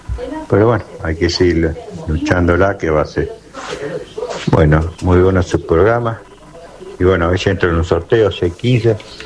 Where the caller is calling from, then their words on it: San Sebastián, Buenos Aires, Argentina; de San Sebastián, partido de Chivilcoy.